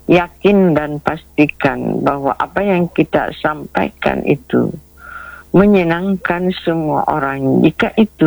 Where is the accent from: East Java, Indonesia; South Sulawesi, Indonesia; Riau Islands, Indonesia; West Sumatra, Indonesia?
South Sulawesi, Indonesia; Ya, ini juga sejalan dengan falsafah hidup kita sebagai ya orang Bugis.